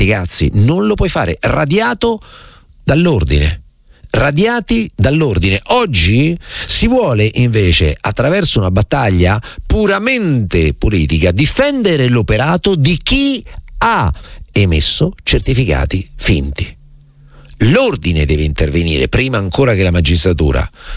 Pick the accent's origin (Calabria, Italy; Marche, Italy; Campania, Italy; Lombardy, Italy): Marche, Italy; Recanati; sarà che sono da Reganati, sarà che so gobbo anche calcisticamente parlando come Leopardi